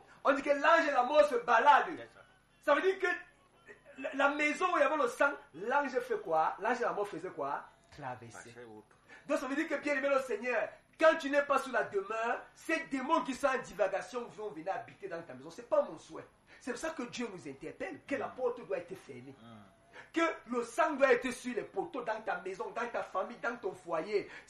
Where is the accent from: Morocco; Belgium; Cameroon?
Cameroon; je suis Camerounais